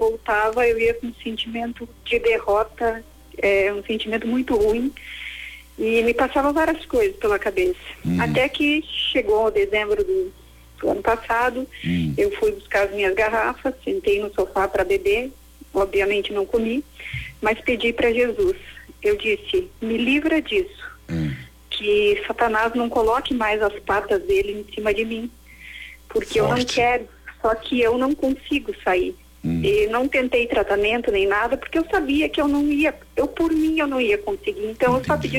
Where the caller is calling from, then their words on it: Porto Alegre, Rio Grande do Sul, Brazil; De Porto Alegre, Rio Grande do Sul.